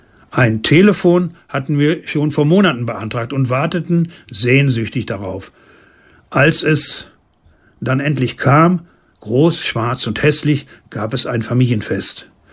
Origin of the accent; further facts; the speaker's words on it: Essen, North Rhine-Westphalia, Germany; Das galt insbesondere für das Ruhrgebiet und meine Heimatstadt Essen.